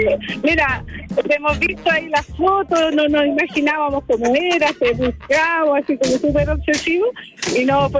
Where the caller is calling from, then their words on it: Paine, Santiago Metropolitan Region, Chile; Oye, vivo en Paine.